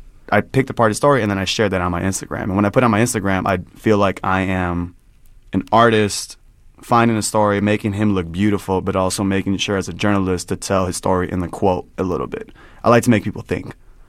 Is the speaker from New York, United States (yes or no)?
no; Chicago, Illinois, United States; growing up in Latino in Chicago